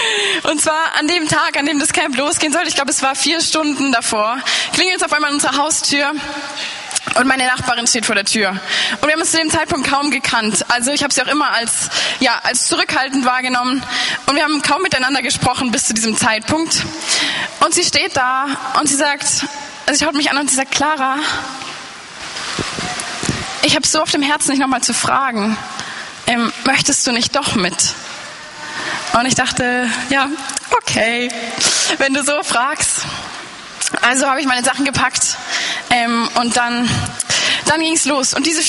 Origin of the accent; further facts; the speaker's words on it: Baden-Württemberg, Germany; Ich bin katholisch aufgewachsen in Baden-Württemberg, in einem kleinen Ort an der Schweizer Grenze.